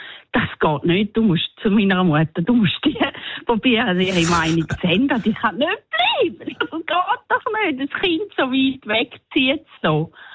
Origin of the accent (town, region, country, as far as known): Switzerland; now in New Zealand